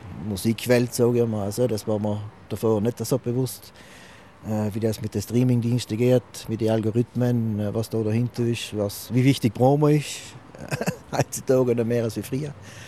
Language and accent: German; Gais, Trentino-Alto Adige, Italy; oberhalb von meiner Heimatgemeinde Gais. Ich wohne schon seit ich auf der Welt bin in Gais